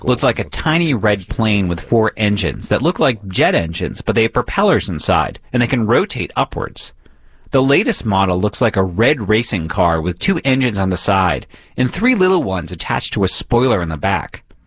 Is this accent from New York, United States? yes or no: yes; New York, United States; as a New Yorker, we get so little blue sky as it is.